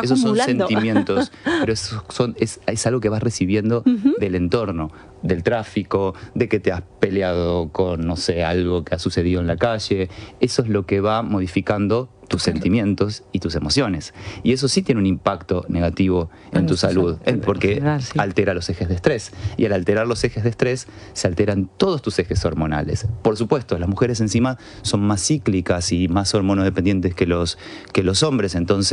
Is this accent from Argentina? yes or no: yes; Argentina